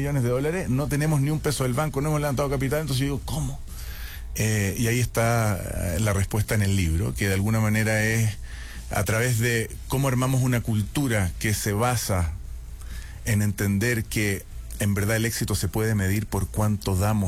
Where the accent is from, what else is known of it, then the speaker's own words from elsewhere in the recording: Chile; also born or lived in Israel; somos inmigrantes, mi madre viene de Marruecos, mi padre de Alemania, yo nací en Israel, o sea, olvídate, habíamos llegado a Chile, ¿a qué colegio me voy?